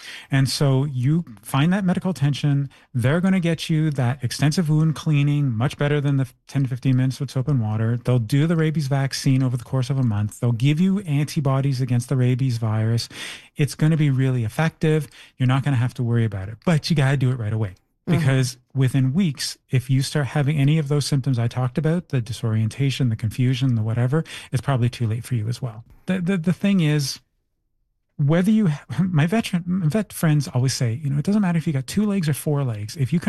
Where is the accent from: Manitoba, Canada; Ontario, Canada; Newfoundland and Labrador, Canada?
Ontario, Canada; Toronto; I come from Toronto where the raccoons come out and sunbathe right on your lawn.